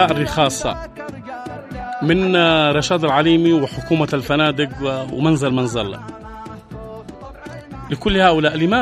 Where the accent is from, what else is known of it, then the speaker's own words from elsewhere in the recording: Yemen; فإحنا خايفين على أمننا القومي